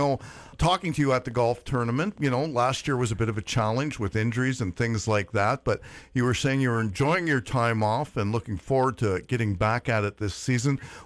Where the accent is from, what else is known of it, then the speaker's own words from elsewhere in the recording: Canada; now in Haliburton, Canada; being a Canadian living in a place like Halliburton